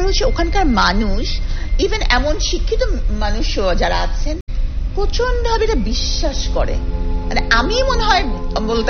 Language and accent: Bangla; Dinajpur, Rangpur Division, Bangladesh; আমি উত্তরবঙ্গের মেয়ে।